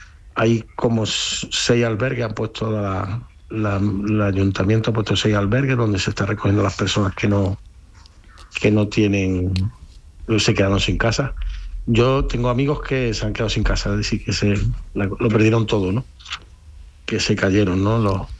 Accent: Colombia; now in Spain; Un saludo para todos, para los oyentes, para la gente de mi tierra.

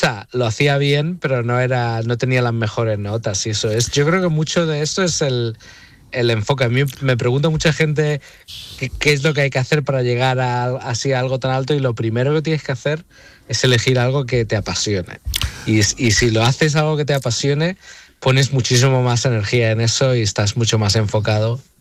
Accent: Spain; born there; moved away as an adult; also born or lived in Málaga / Madrid; creciendo en España parecía una cosa imposible.

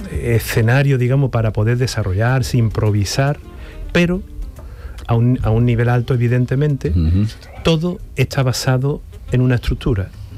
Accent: Seville, Andalusia, Spain; yo soy de Sevilla

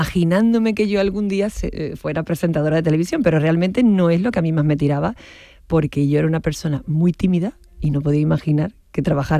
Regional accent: Seville, Andalusia, Spain; accent: Andalusian

